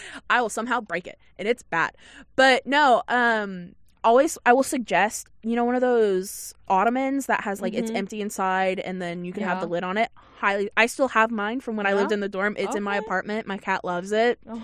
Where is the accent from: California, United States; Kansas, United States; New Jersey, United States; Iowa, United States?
Kansas, United States; Olathe; born there; also born or lived in Lenexa / Colorado / Texas; now in Manhattan, Kansas, United States; I'm from Olathe. Yeah, born in Olathe, moved to Lenexa, now back in Olathe with my parents. But I live out here in Manhattan.